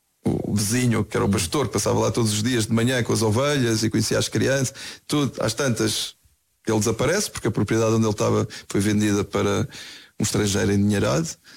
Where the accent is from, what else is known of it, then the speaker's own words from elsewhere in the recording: Mozambique; also born or lived in Brazil; Não, nós tínhamos acabado de chegar do Brasil. Nós tínhamos acabado de chegar do Brasil. Eu sou moçambicano, na verdade.